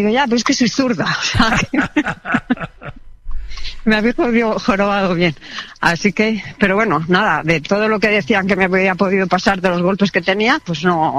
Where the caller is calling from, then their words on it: Valladolid, Castile and León, Spain; yo soy de Valladolid, sí.